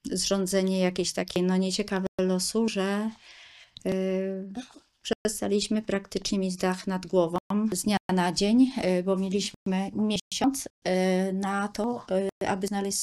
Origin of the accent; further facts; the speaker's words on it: Greater Poland Voivodeship, Poland; moved away; gdzie pochodzę z Wielkopolski, więc i tam poszukiwam w różnych miejscach, na wioskach, w miasteczkach, czy w dużych miastach.